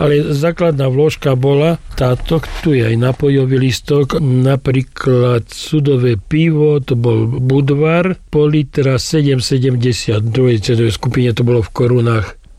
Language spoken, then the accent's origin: Slovak; Hybe, Žilina Region, Slovakia; pochádzam z Hyb